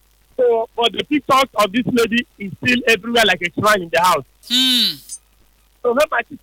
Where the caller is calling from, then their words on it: Port Harcourt, Rivers, Nigeria; calling from Port Harcourt.